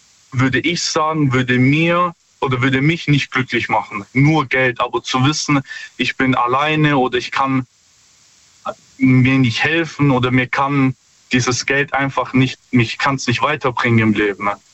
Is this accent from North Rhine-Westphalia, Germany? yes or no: no; Stuttgart, Baden-Württemberg, Germany; Ja, hi. Stuttgart.